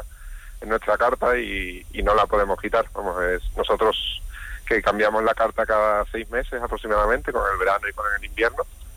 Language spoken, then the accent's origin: Spanish; Mairena del Aljarafe, Andalusia, Spain; moved away as an adult; also born or lived in Latin America; yo soy de Mairena de toda la vida, pero bueno, hace muchos años me fui a Latinoamérica